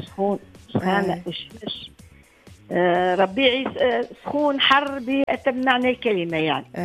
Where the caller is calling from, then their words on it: Metlaoui, Gafsa Governorate, Tunisia; من المتلوي.